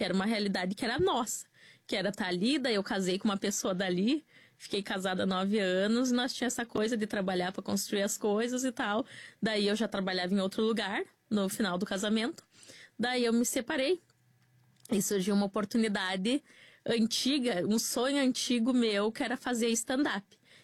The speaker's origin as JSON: {"language": "Portuguese", "town": "Vacaria", "region": "Rio Grande do Sul", "country": "Brazil", "also_born_or_lived": "Caxias do Sul", "moved": "as an adult", "said": "Eu sou de Vacaria, mas no contexto dessa história já em Caxias do Sul."}